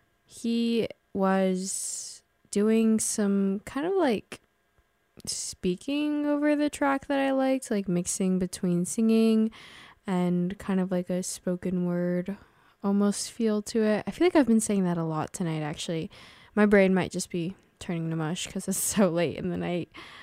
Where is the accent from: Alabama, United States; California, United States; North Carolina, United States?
California, United States; Los Angeles; moved away; I am originally from Los Angeles. Love my country, California.